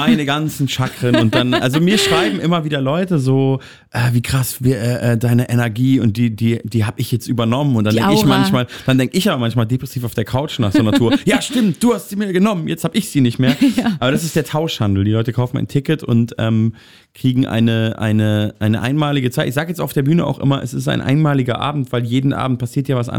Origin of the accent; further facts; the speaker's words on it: Munich, Bavaria, Germany; moved away as an adult; now in Berlin, Germany; ich komme ja aus München. Ich wohne jetzt, wie lange wohne ich in Berlin? Gute 10 Jahre so langsam.